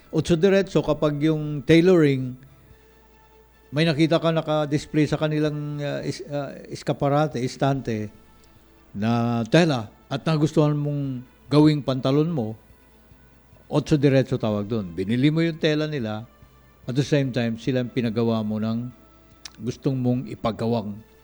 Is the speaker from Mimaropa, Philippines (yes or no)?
no; Davao City, Davao Region, Philippines; Galing ako sa Davao